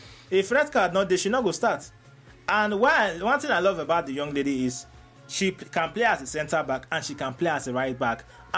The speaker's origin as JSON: {"language": "English", "country": "Nigeria", "said": "I'm a Nigerian."}